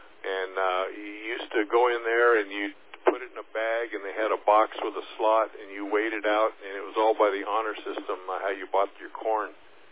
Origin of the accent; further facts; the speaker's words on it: Rialto, California, United States; I grew up in Rialto, and every block we were on the first houses on the block, and we were surrounded by orange groves